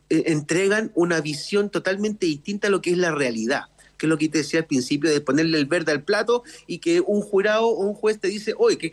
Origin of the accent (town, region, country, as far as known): Chile